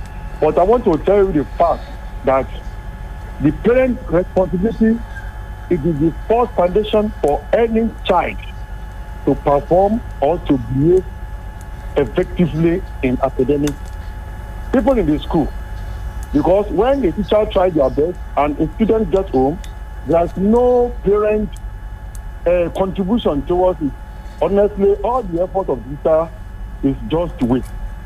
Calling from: Nigeria; I'm calling from Agbabiaka.

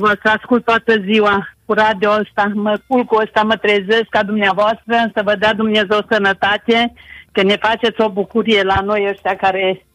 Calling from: Năsăud, Bistrița-Năsăud, Romania; Sunt de la Năsăud.

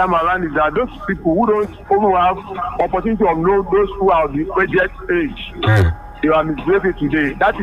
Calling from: Shao, Kwara, Nigeria; calling from Shao.

